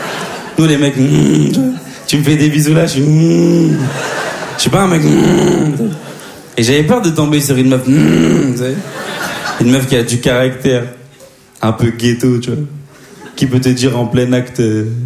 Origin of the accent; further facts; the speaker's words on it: DR Congo; Hey, moi, je suis congolais, hein. On aime les femmes, mais on préfère les vêtements.